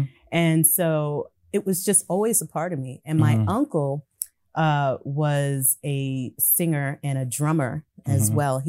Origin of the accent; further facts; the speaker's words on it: Mount Vernon, New York, United States; I grew up in Mount Vernon, New York.